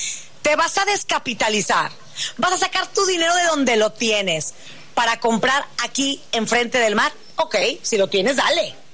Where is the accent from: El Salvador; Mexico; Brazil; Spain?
Mexico; Monterrey, Nuevo León; accent: regio; moved away; mi acento de dónde es regio